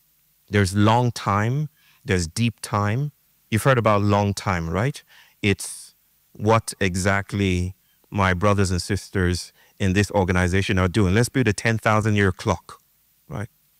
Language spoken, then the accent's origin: English; Nigeria; I grew up in Nigeria, and we had songs that basically came down to the idea that time is money.